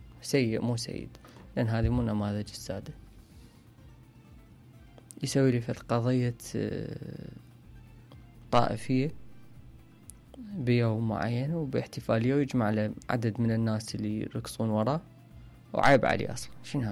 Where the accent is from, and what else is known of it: Iraq